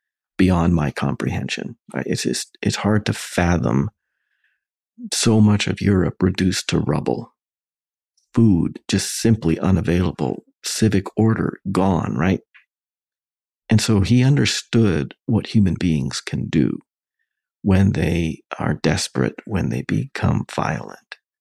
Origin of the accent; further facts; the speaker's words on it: Western Canada, Canada; I'll bring it back to my grandfather again, because I grew up with him in Western Canada, and obviously he was an immigrant.